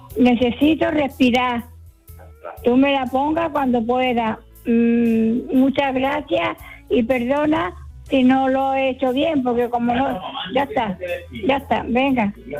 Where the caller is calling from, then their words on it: Torre del Mar, Andalusia, Spain; de Torre del Mar